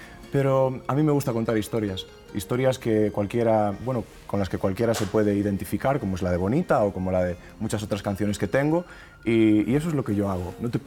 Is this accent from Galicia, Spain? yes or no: yes; Tui, Galicia, Spain; accent: Galician; el 15 de agosto en Tui, en mi tierra, que es en Galicia, y es, bueno, qué decirte, un concierto muy especial para mí porque es donde me crié